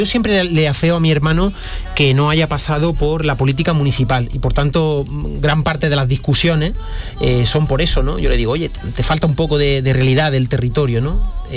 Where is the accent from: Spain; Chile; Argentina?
Spain; Arjona, Andalusia; born there; he tocado en la banda de mi pueblo.